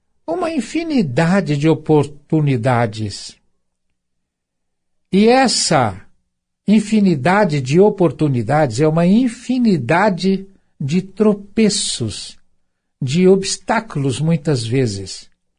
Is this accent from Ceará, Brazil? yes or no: no; Minas Gerais, Brazil; eu sou mineiro